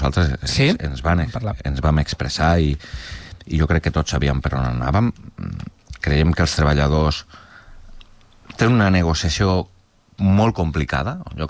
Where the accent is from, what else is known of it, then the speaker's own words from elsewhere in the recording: Catalonia, Spain; now in Molins de Rei, Spain; al costat del meu poble de tota la vida, a Biosca, a Torà